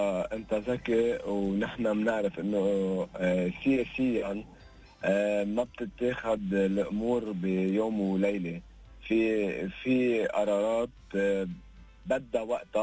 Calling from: Lebanon

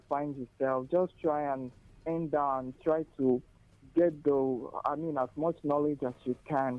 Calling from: Anambra, Nigeria

